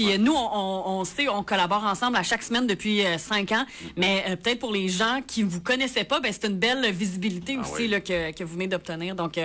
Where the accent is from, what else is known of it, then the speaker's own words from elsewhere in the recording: Quebec, Canada; je suis une vraie Québécoise.